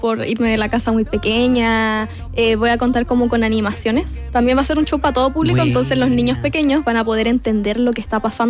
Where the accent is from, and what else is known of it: Chile